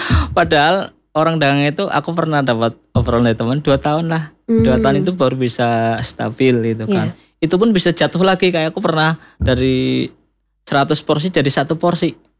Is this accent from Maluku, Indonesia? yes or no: no; Purwokerto, Central Java, Indonesia; kota saya sendiri di Purwokerto.